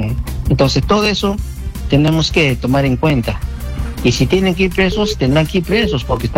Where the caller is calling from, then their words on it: Arequipa, Peru; de Arequipa.